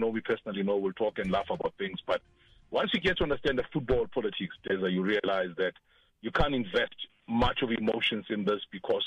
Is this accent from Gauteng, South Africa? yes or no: yes; Mayfair, Gauteng, South Africa; also born or lived in Central Western Java (likely garbled ASR); I was born in Central Western Java, but I grew up in Mayfair.